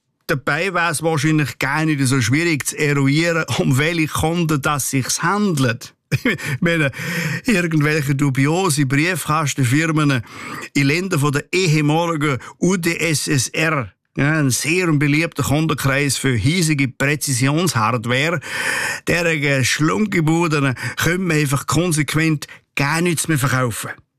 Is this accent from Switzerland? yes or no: yes; Switzerland; da sind wir Schweizer nämlich weltweit führend